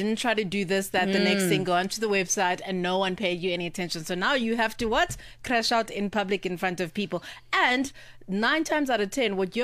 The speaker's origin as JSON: {"language": "English", "town": "Pretoria", "region": "Gauteng", "country": "South Africa", "tie": "born or raised there", "said": "I grew up in Pretoria"}